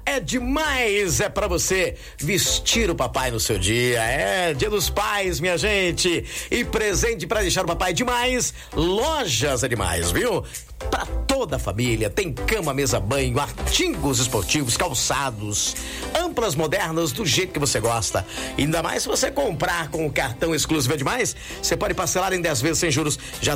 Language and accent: Portuguese; Descalvado, São Paulo, Brazil; Em Descalvado, minha terra querida, amada inesquecível, na farmácia São Paulo tem.